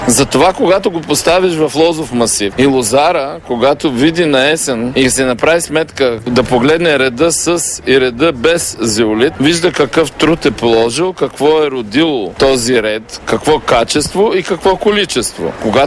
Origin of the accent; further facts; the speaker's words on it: Kavarna, Dobrich Province, Bulgaria; Аз съм родом от Каварна